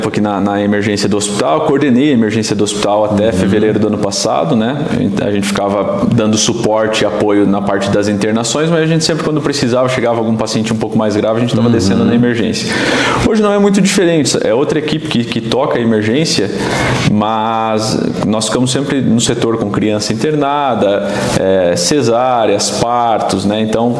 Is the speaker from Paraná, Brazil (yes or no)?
yes; Paraná, Brazil; moved away as an adult; also born or lived in Tubarão, Santa Catarina / Florianópolis; now in Videira, Brazil; eu sou paranaense, né? Me formei aqui em Santa Catarina, em Tubarão, na cidade de Tubarão. Trabalhei muito tempo ali em Tubarão, Florianópolis, a região de Criciúma, né?